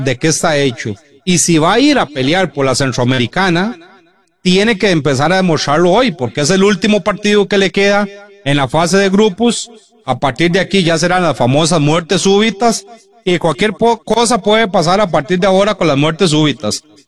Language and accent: Spanish; Costa Rica; Y si no, al menos como costarricenses, esa Copa tiene que quedar en un equipo nacional.